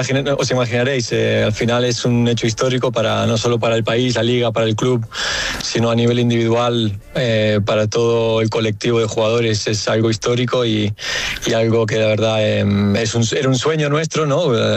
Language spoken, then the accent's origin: Spanish; Barcelona, Catalonia, Spain; accent: Castilian; nací en Barcelona y fue al colegio en Barcelona desde pequeño y pues bueno, es lo que pasa, pero al final también las raíces argentinas no se pierden, más que aunque el acento suene diferente.